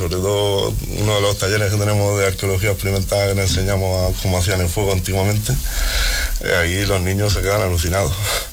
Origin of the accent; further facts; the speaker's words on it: Fonelas, Andalusia, Spain; moved away as an adult; also born or lived in Granada; yo soy de Fonela